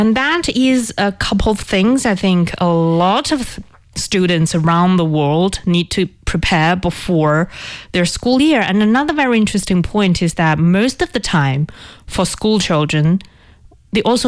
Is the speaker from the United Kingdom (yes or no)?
no; northern China, China; accent: northern Mandarin; Sorry, that's my northern accent.